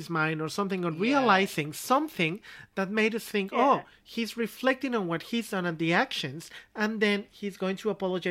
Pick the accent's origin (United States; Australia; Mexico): Mexico; moved away; when I grew up back in Mexico